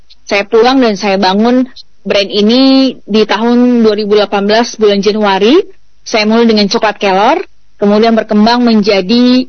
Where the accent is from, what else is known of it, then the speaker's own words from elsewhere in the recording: Timor Island, East Nusa Tenggara, Indonesia; saya lahir dan besar di Pulau Timor, kemudian saya pergi merantau